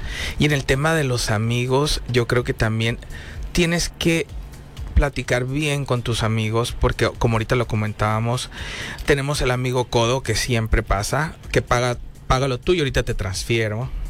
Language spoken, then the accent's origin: Spanish; Mexico; a nosotros como mexicanos